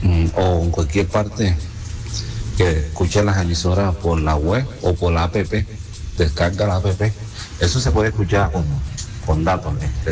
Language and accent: Spanish; San Juan, Sucre, Colombia; yo soy de San Juan Sucre, pero acá la escucho por la web aquí.